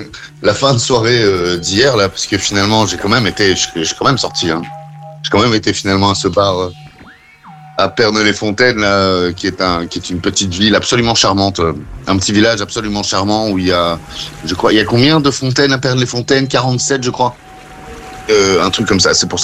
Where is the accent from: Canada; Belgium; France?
Belgium; Oui, mais les Belges, je suis belge